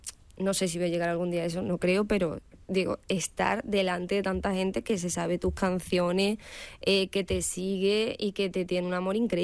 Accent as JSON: {"language": "Spanish", "town": "Seville", "region": "Andalusia", "country": "Spain", "tie": "born or raised there", "moved": "as an adult", "lives_now": "Galicia, Spain", "said": "vengo de allá abajo, claro, me he criado allí y demás, mis costumbres"}